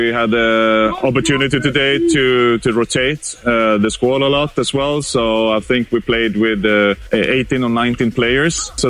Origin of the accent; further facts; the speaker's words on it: Malmö, Skåne, Sweden; So I'm from Malmö, and the biggest club in Sweden, and one of the biggest ones in Scandinavia.